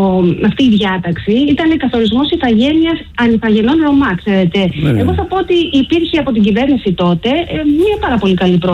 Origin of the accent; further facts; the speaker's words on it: Greece; Εγώ πάντως λέω ότι είμαστε Έλληνες.